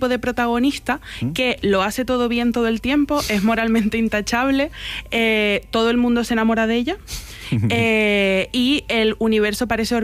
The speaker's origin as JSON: {"language": "Spanish", "town": "Granadilla de Abona", "region": "Canary Islands", "country": "Spain", "tie": "born or raised there", "said": "me lo llevo yo a Granadilla de Abona, a mi pueblo"}